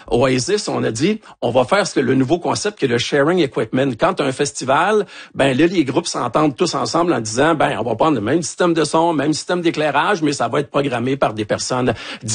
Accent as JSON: {"language": "French", "area": "Portneuf", "region": "Quebec", "country": "Canada", "said": "Moi, je viens de Portneuf"}